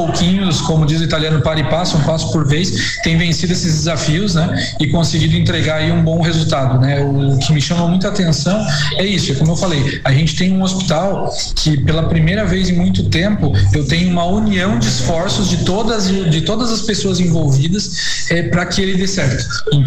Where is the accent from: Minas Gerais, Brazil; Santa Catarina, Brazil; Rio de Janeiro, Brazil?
Santa Catarina, Brazil; Armazém; Então, eu sou de Armazém, né?